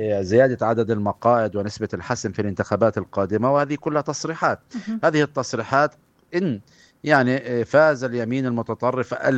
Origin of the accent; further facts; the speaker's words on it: Palestine; وجودنا كفلسطينيين